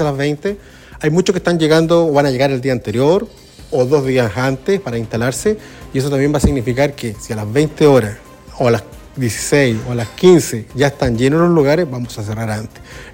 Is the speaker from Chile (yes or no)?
yes; Chile; a todos los que somos chilenos